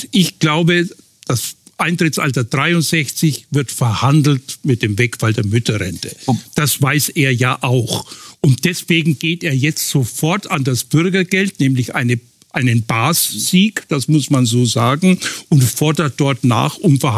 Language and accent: German; Nuremberg, Bavaria, Germany; born there; Also ich sag's jetzt mal als gebürtiger Nürnberger, wie eben Markus Söder auch, so kennen wir unseren Markus.